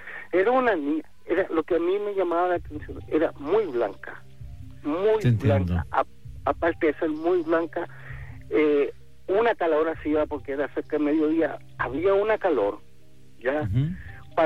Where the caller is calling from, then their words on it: Calama, Antofagasta, Chile; No, vengo de Calama. O sea, trabajo acá en Calama.